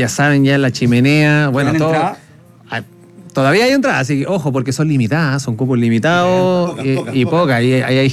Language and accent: Spanish; Chile; claro, somos chilenos.